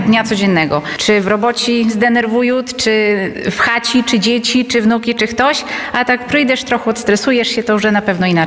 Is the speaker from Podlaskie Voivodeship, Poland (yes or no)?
yes; Kotłówka, Podlaskie Voivodeship, Poland; Znaczy, akurat ja z Kotłówki pochodzę, no niedawno prynysła się, ale dalej związana tutaj z parafią i z Łosinką i z chórą najważniejsze.